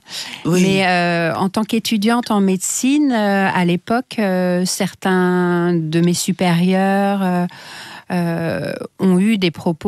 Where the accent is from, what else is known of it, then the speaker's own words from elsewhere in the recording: Rennes, Brittany, France; Ah oui, je suis née à Rennes, j'habitais dans un petit village à côté de Rennes.